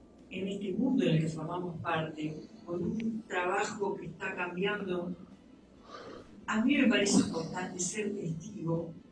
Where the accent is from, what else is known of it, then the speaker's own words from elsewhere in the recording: Uruguay; como uruguayos, sentimos que Uruguay está lejos del mundo